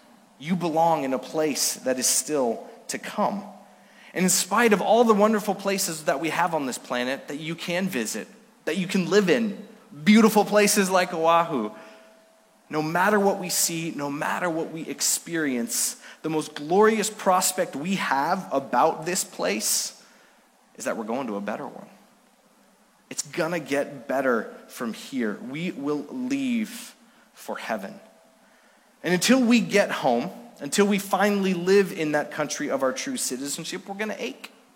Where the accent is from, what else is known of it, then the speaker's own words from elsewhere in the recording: Villach, Carinthia, Austria; I was born in Villach, Austria. It's down in the south side of Austria, about 20 minutes from Italy, because that's where my parents served as missionaries after being sent out by this church in 1980. Now, even though I was born there, even though I lived there all my life